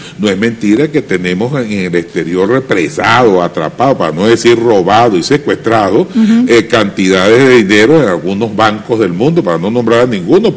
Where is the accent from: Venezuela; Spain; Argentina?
Venezuela